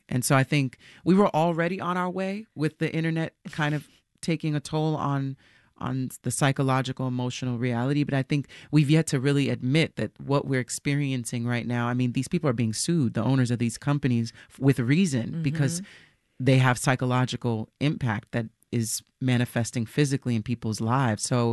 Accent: New York, United States; I mean, of course, like growing up in New York and being able to perform.

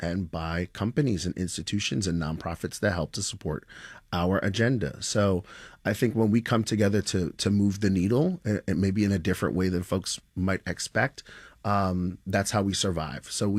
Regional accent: New York City, New York, United States; It's New York City, so shout out to my hometown.

